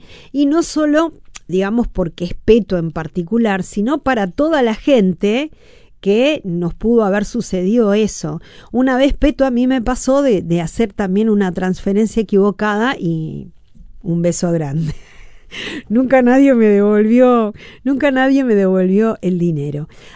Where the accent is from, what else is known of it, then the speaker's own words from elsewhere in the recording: Buenos Aires, Argentina; born there; moved away; yo cuando era niña vivía en Buenos Aires